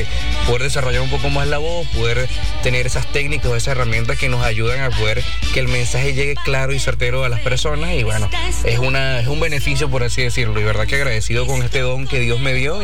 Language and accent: Spanish; Anzoátegui, Venezuela; moved away as an adult; now in Maturín, Venezuela; Acá yo soy foráneo, como les comenté, yo soy de Anzoátegui. Yo tengo 25 años, 25 años